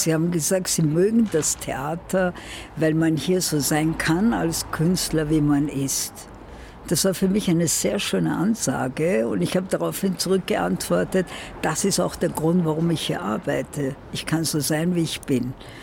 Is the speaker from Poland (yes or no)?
no; Iran; now in Vienna, Austria; ich komme aus dem Iran, worauf ich gleich mal sagen muss, sehr stolz bin